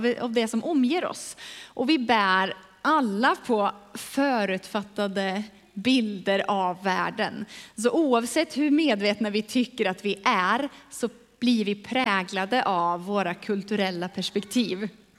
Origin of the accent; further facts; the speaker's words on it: Falköping, Västra Götaland County, Sweden; jag har vuxit upp i Falköping